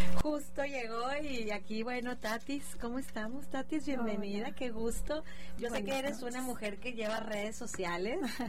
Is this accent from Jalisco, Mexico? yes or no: no; Monterrey, Nuevo León, Mexico; Yo soy regia y la verdad es que podemos estar a 38, 40 y como quiera el calorcito aquí de Monterrey